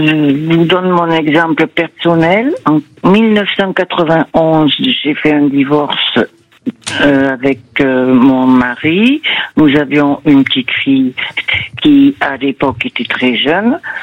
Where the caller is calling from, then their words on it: Nouvelle-Aquitaine, France; je suis de la Gironde.